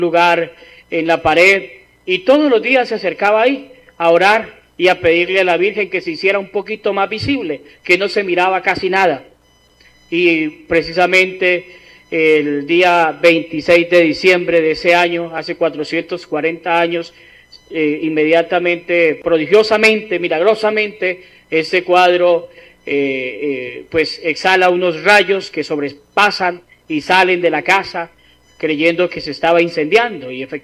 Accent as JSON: {"language": "Spanish", "country": "Colombia", "said": "nosotros, como católicos colombianos"}